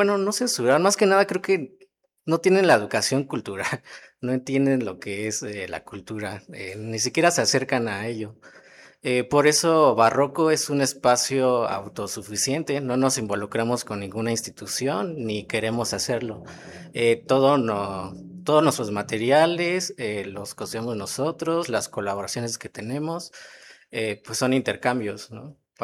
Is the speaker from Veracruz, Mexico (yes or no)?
no; Oaxaca, Mexico; Yo soy de los Valles Centrales, pero también mi familia viene de la Sierra Juárez. Somos una mezcla de bastantes lugares realmente